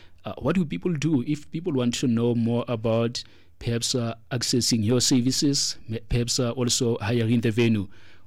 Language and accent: English; Johannesburg, Gauteng, South Africa; I'm from Westbury.